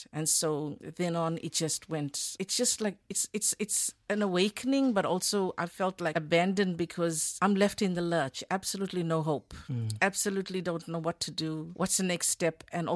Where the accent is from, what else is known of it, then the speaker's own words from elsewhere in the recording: South Africa; And I'm an Indian, born in South Africa, lived in South Africa, knew nothing about the Indian culture